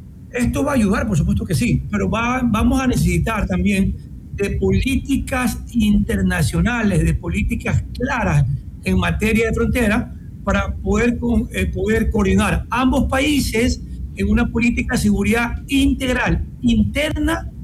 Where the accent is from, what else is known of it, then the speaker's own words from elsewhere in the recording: Ecuador; nosotros como ecuatorianos, como frontera